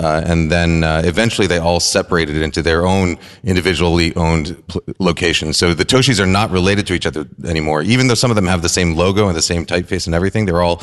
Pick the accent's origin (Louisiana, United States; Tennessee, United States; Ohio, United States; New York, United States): New York, United States; I'm from New York, so I equate it to like a New York slice of pizza